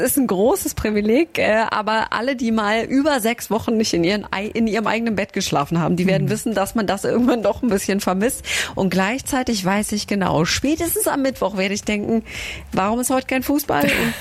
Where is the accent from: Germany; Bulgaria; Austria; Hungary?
Germany; wir kommen aus Deutschland